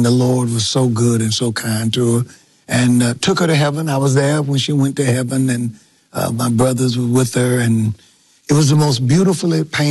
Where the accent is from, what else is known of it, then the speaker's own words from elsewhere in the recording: Rockingham, North Carolina, United States; But we grew up in the Philadelphia section of Rockingham in North Carolina. And we were poor, mom raised four boys.